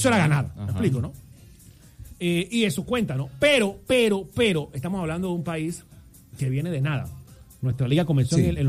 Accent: Panama; yo creo que ahora como panameños podemos

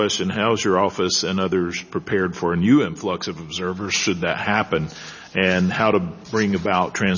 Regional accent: Georgia, United States; In my home state of Georgia

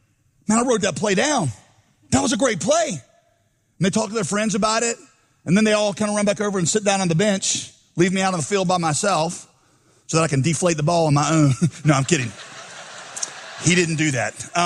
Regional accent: United States; I'm an American through and through.

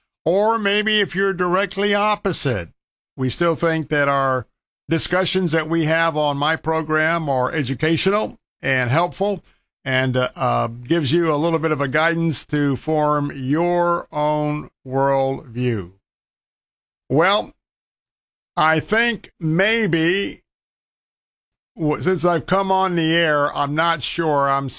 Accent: Tampa, Florida, United States; we're coming to you from our studios here in Tampa, Florida, my hometown, believe it or not. Yes, sirree, born and raised here. I've seen it all.

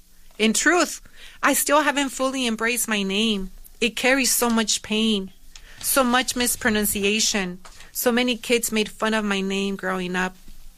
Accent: Nayarit, Mexico; now in United States; soy mexicana, inmigrante, orgullosa de venir de la sierra de Nayarit, o sea, de honrar de dónde vengo, o sea, tan lejos

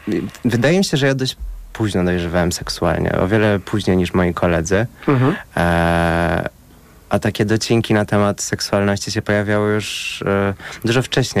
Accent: Kielce, Świętokrzyskie Voivodeship, Poland; now in Warsaw, Poland; Ja pochodzę z Kielc, tak. Nie są takim małym miastem

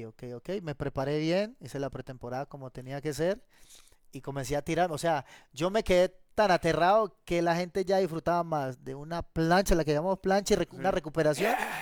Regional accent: Colombia; estoy en mi país

